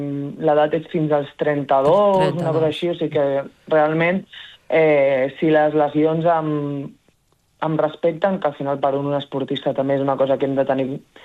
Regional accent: Terrassa, Catalonia, Spain; com soc de Terrassa, viatjo a Barcelona cada dia.

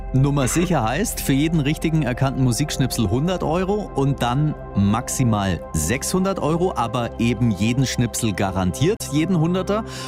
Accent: Swabia, Germany; Ja, wunderbar, da bin ich voll dabei als Schwabe.

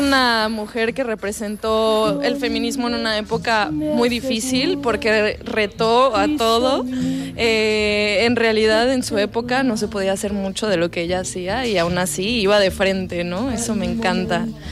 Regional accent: Mexico; moved away as an adult; now in Madrid, Spain; yo soy mexicana, ya llevo 6 años viviendo por acá

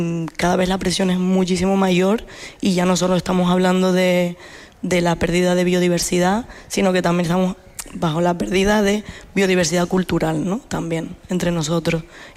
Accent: Canary Islands, Spain; como cualquier canario o canaria

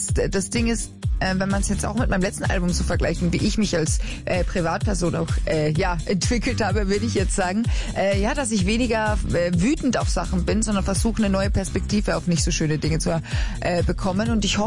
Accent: Austria; als Österreicherin

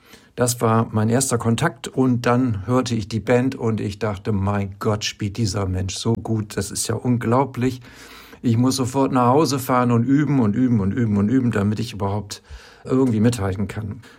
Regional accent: Oldenburg, Lower Saxony, Germany; Und ich bin mit meinem Auto Richtung Hamburg, hier aus meiner Heimatstadt Oldenburg, gefahren.

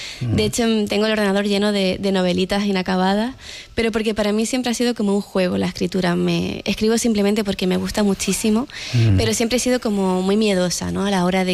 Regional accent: Canary Islands, Spain; moved away as an adult; also born or lived in Madrid; 9 años fuera y regresar al lugar de donde naciste y creciste, creo que siempre lleva como una reconciliación.

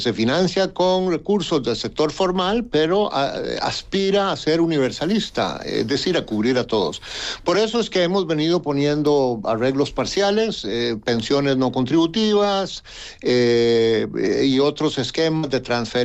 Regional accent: Costa Rica; mi país, Costa Rica, yo soy costarricense

